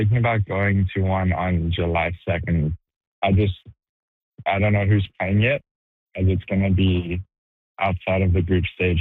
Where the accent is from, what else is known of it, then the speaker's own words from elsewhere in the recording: Western Cape, South Africa; moved away as an adult; now in Sudbury, Canada; I moved to Sudbury in 2022 from South Africa, just outside of Cape Town.